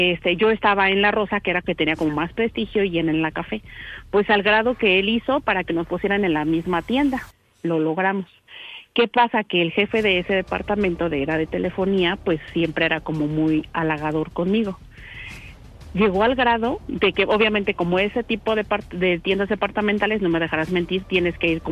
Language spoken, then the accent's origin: Spanish; State of Mexico, Mexico; De aquí del Estado de México.